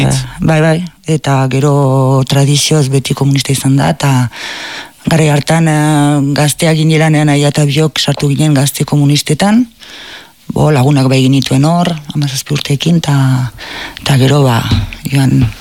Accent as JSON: {"language": "Basque", "town": "Tarnos", "region": "Nouvelle-Aquitaine", "country": "France", "tie": "born or raised there", "said": "eta gero nire haurtzaroa Tarnosen bikaina izan"}